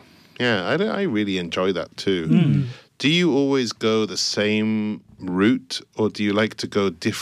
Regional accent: England, United Kingdom; I'm English, so English people, we just feel happy when it's sunny.

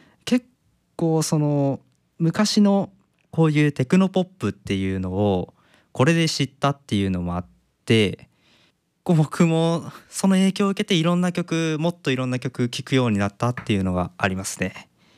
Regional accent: Shizuoka, Japan; moved away as an adult; now in Kanazawa, Japan; 僕の出身は、静岡の出身で

